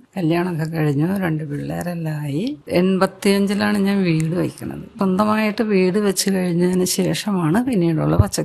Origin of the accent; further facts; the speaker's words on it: Eloor, Kerala, India; ഇത് എൻ്റെ നാടാണ്.